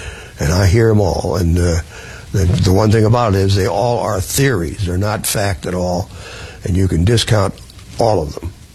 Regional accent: North Dakota, United States; born there; moved away; I was up in North Dakota, my home state.

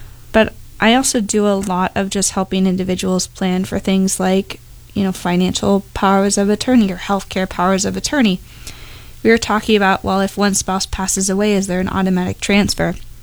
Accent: Appleton, Wisconsin, United States; I am I'm from Appleton. I went to St. Norbert for undergrad and Marquette for law school. Immediately after graduating, I kind of came back to Appleton.

